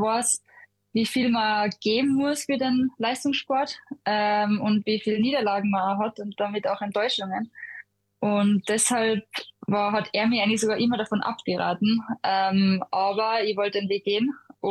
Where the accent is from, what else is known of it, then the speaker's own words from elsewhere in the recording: Innsbruck, Tyrol, Austria; also born or lived in Hall in Tirol; Geboren bin ich in Hall in Tirol, leben tue ich eigentlich schon seit ein Jahr alt bin in Innsbruck direkt, also eigentlich fast in der Stadt.